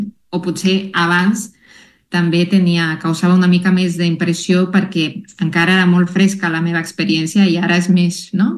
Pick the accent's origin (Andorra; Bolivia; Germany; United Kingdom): Bolivia; La Paz; first language Spanish; Catalan is a second language; now in Catalonia, Spain; Les persones més de muntanya, diguem, de la regió on vinc, de La Paz